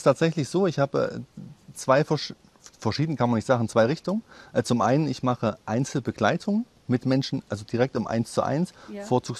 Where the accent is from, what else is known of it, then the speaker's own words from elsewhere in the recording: Teuchern, Saxony-Anhalt, Germany; Ich komme aus Teuchern, das ist in der Nähe von Weißenfels, genau, und bin dort geboren, war kurze Zeit mal in Großstadt unterwegs und bin jetzt wieder aufgrund der Ruhe, der schönen Ruhe hier, zurückgekehrt.